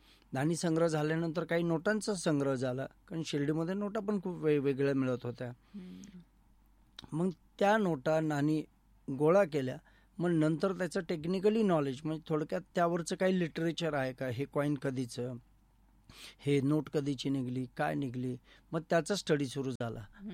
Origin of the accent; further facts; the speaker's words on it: Ahmednagar, Maharashtra, India; मूळचा नगरचा आणि माझं बालपण पण अहमदनगरमध्येच.